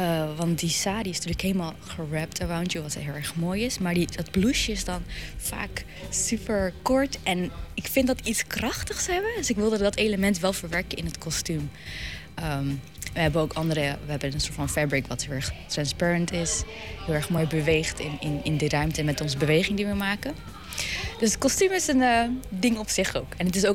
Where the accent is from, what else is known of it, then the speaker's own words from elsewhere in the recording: The Hague, South Holland, Netherlands; Ik kom uit Den Haag natuurlijk, ik ben hier geboren en getogen.